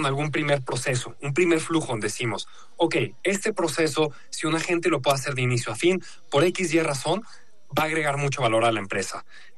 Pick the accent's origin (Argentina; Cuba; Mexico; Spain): Mexico; moved away as an adult; also born or lived in Bogotá, Colombia / United States; yo crecí en México, hice mi carrera en Harvard, allá estudié economía y ciencias de la computación. Llevo los últimos 6 años trabajando en tecnología en América Latina. Viví un par de años en Bogotá, Colombia.